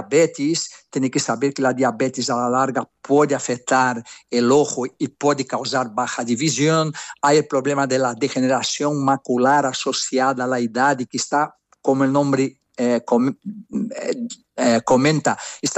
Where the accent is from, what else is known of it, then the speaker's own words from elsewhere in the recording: Brazil; Catalan is a second language; No, sóc brasiler, però mig català.